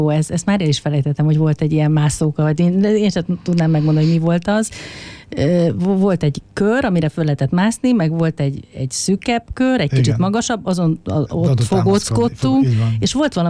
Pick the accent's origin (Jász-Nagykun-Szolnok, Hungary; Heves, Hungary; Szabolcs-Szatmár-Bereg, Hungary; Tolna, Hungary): Tolna, Hungary; Paks; born there; also born or lived in Budapest; a Kurcsatov utcában együtt nőttünk fel kvázi, ott igen, a kettes szám alatt, és hát azért voltak bandázások, ugye első generációs pavos gyerekek vagyunk, a szüleink az atomerőmű miatt költöztek Paksra